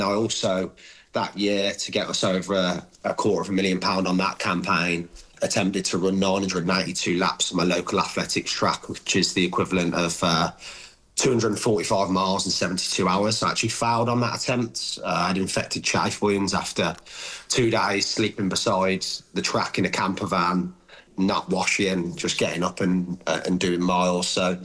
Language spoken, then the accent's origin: English; Redditch, West Midlands, United Kingdom; from my hometown in Redditch